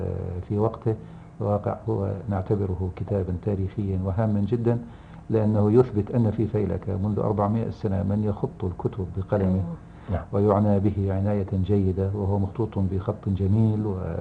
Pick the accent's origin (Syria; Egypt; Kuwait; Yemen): Kuwait; أنا كمواطن كويتي،